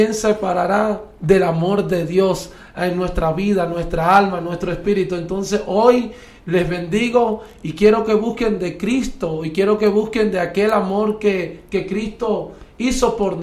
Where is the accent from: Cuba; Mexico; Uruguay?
Cuba; Holguín; now in United States; Ah, vengo de Cuba, de la nación de Cuba y de la provincia Holguín.